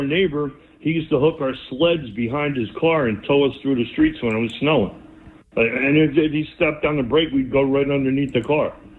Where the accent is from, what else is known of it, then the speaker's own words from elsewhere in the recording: South Plainfield, New Jersey, United States; I grew up in South Plainfield, New Jersey.